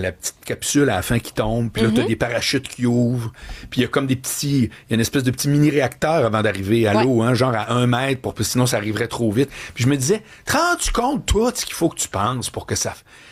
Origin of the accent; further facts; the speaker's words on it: Quebec City, Quebec, Canada; now in Montreal, Canada; Moi, j'habite dans le quartier des spectacles, fait que je connais le bout ici comme faut, puis je viens de Québec.